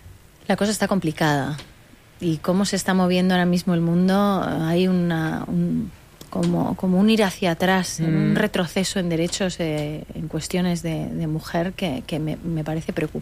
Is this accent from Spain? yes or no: yes; Spain; el privilegio que tenemos siendo mujeres españolas